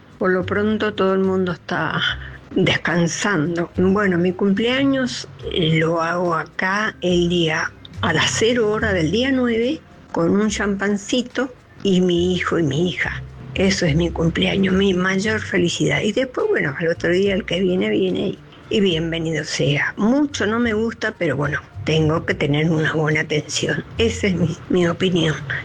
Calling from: Posadas, Misiones, Argentina; de Posadas Misiones

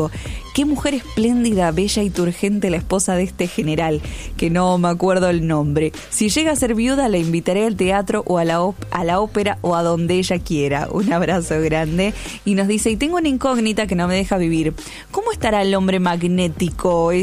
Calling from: San Fernando, Buenos Aires Province, Argentina; de San Fernando, San Martín.

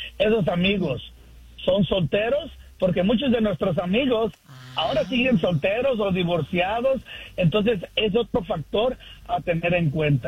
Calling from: Sacramento, California, United States; aquí de Sacramento … buenos días a todos. Y arriba Michoacán.

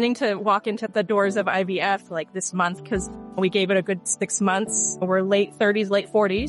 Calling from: Vermont, United States; I'm calling from Vermont

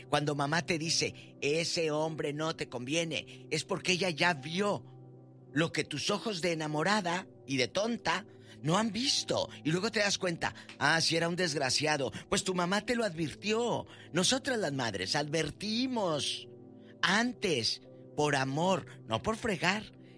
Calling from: Matamoros, Tamaulipas, Mexico; En mi tierra, que es una ciudad industrial y de Matamoros, hay muchas fábricas, muchas empresas.

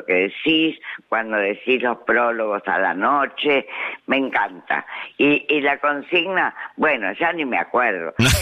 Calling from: San Isidro, Buenos Aires Province, Argentina; de San Isidro.

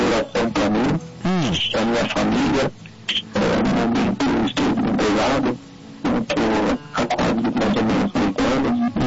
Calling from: São Paulo, Brazil; Eu falo da Zona Sul de São Paulo.

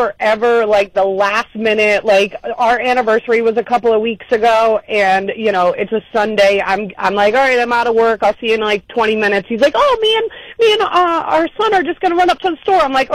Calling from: Cranston, Rhode Island, United States; Cranston.

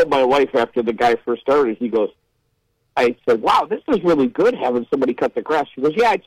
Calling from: Cleveland, Ohio, United States; I'm from Cleveland.

